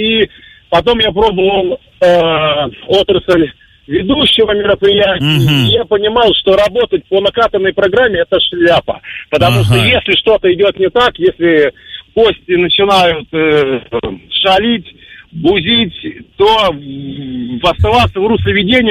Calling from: Vologda, Vologda Oblast, Russia

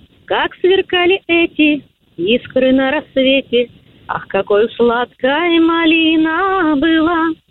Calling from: Moscow, Russia; Я из Москвы.

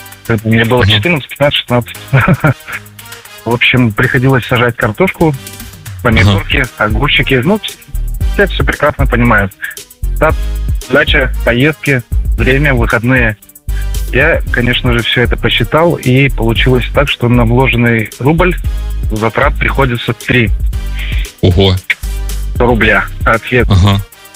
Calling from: Yoshkar-Ola, Mari El, Russia; Я из Йошкар-Олы. Получается, у нас немножко тупиковый город в плане логистики.

